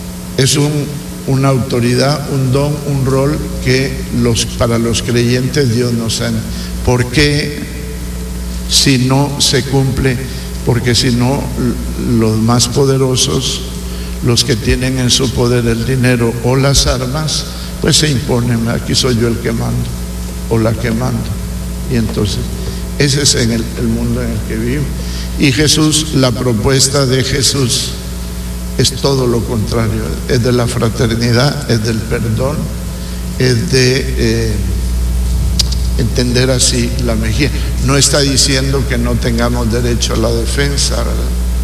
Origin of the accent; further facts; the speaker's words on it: Teculután, Zacapa, Guatemala; soy de Teculután